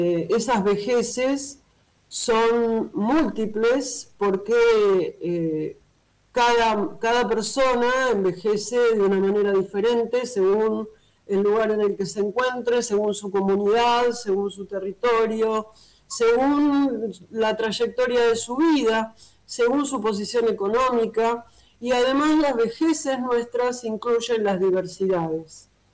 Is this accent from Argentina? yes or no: yes; Tres de Febrero, Buenos Aires Province, Argentina; yo particularmente soy de 3 de Febrero, de provincia